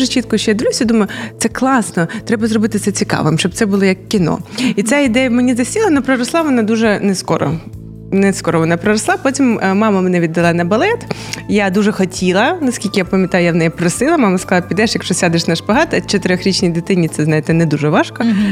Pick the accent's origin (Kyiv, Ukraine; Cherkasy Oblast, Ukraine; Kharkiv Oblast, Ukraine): Kyiv, Ukraine; moved away as an adult; also born or lived in Volyn; now in Odesa, Ukraine; Я киянка, в мене мати киянка, а батько в мене взагалі зі Львова